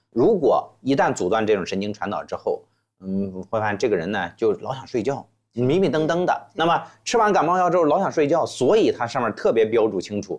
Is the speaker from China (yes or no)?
yes; China; 我们作为一个中国人来讲的话，华夏儿女确实是很自豪。